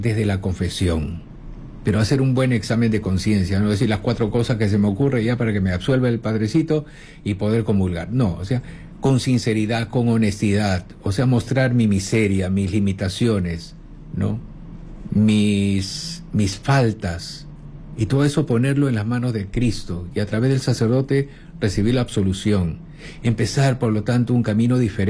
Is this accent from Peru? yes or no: yes; Peru; de nuestra identidad como peruanos.